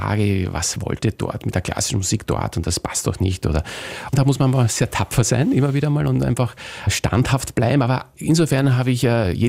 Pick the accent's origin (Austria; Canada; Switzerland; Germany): Austria; für mich als Österreicher